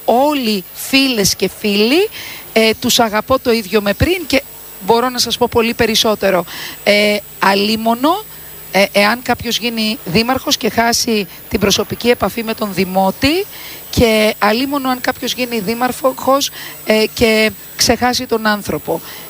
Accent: Nea Smyrni, Attica, Greece; now in Lemnos, Greece; Εγώ μεγάλωσα τα παιδικά μου χρόνια στη Νέα Σμύρνη, από μητέρα Λιμνιά.

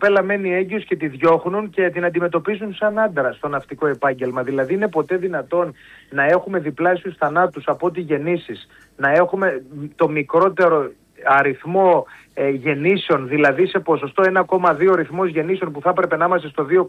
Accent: Greece; εμείς δεχόμαστε ως Έλληνες, ως πατριώτες

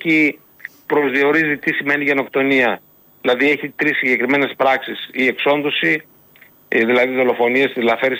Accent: Greece; είμαι ο Έλληνας ακολούθος άμυνας

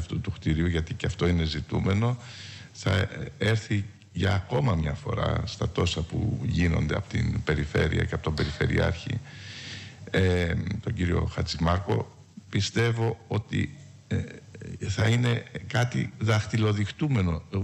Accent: Rhodes, South Aegean, Greece; Ο Δήμος, η πόλη μου

